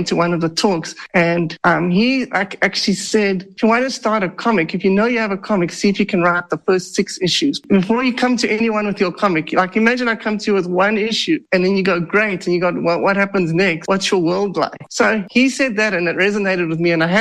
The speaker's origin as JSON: {"language": "English", "country": "South Africa", "tie": "born or raised there", "said": "was a better life for him to come to South Africa, and he had opportunity, so he moved there and I grew up in South Africa."}